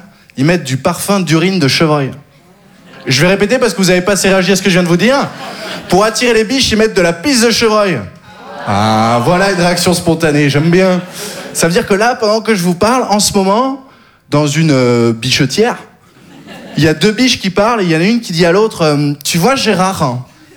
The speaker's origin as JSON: {"language": "French", "region": "Occitanie", "country": "France", "tie": "born or raised there", "said": "je viens du sud, j'ai grandi dans le Gard."}